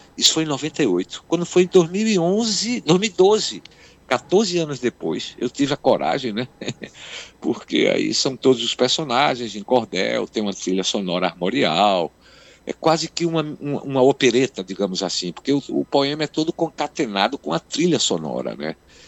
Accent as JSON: {"language": "Portuguese", "region": "Northeast Region", "country": "Brazil", "said": "Eu acabei de vir eu sou do Nordeste, né, e continuei minha turnê pelo Nordeste, fui até Maranhão, agora estou aqui no Norte."}